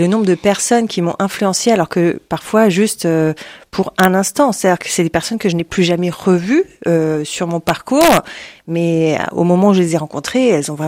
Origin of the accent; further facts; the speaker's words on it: Grand Est, France; moved away; je reçois un coup de fil chez moi en Alsace